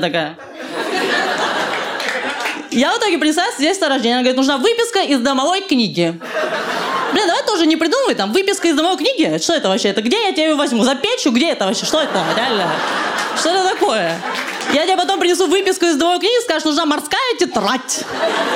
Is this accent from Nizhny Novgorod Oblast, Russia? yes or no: no; Moscow, Russia; Я москвичка, я всю жизнь живу в Москве. Я люблю свой город, реально.